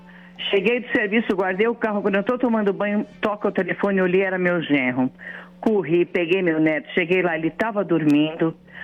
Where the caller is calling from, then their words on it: São Paulo, Brazil; Quem fala é … eu sou daqui do Rio Franco, São Paulo.